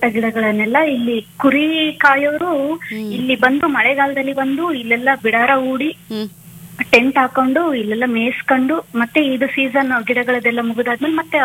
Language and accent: Kannada; Davanagere, Karnataka, India; born there